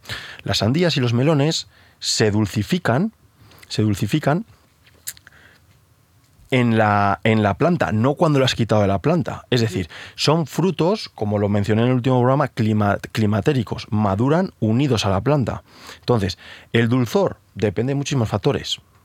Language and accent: Spanish; Cenicero, La Rioja, Spain; moved away; Claro, el clima que tenemos en Cenicero, de mi pueblo